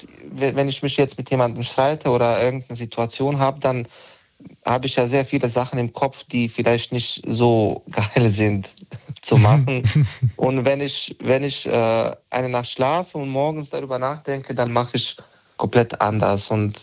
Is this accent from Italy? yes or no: no; Bosnia & Herzegovina; first language Bosnian; German is a second language; moved away as an adult; now in Germany; Ich bin aus Bosnien, in Bosnien geboren, aufgewachsen, bis 17. Lebensjahr in Bosnien gelebt.